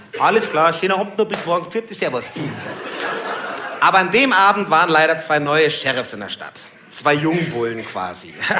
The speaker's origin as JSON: {"language": "German", "country": "Nigeria", "moved": "yes", "lives_now": "Munich, Germany", "said": "Ich komme aus Nigeria."}